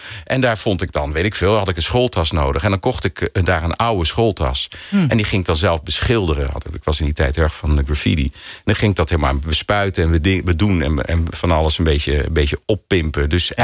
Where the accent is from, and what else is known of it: Arnhem, Gelderland, Netherlands; born or raised there